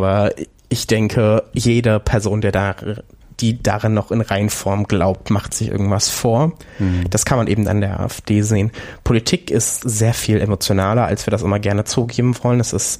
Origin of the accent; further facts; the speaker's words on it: Saxony-Anhalt, Germany; moved away; ich komme aus Sachsen-Anhalt. Meine zumindest halbe Familie, also sowohl meine Eltern als auch die Hälfte meiner Großeltern leben noch dort.